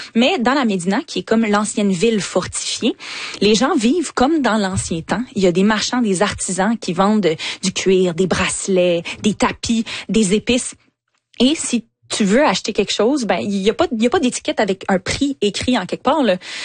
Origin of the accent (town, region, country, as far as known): Quebec, Canada; born or raised there